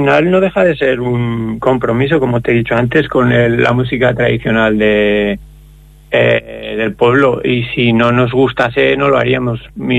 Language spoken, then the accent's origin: Spanish; Tauste, Aragon, Spain; de haberlo escuchado siempre en mi pueblo